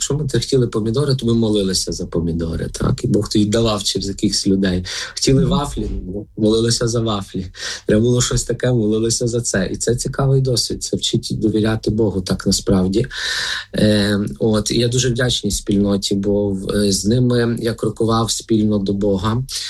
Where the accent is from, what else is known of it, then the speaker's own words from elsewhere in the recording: Lviv Oblast, Ukraine; moved away; Родом я сам з Львівської